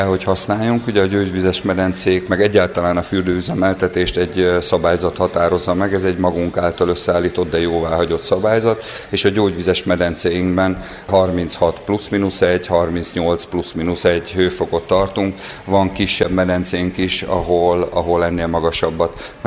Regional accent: Túrkeve, Jász-Nagykun-Szolnok, Hungary; born there; Én úgy nőttem föl, hogy ezekben a vizekben tudtam fürödni

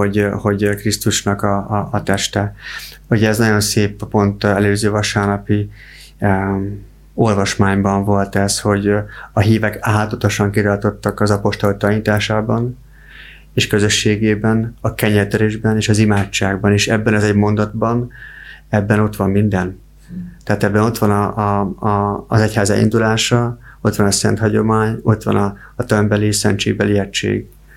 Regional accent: Hungary; Mondjam azt, hogy magyarok vagyunk.

